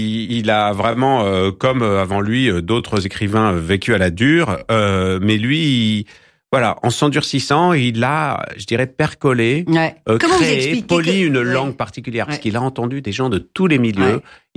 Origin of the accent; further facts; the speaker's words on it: France; nous, ça nous paraît dingue parce qu'on est français.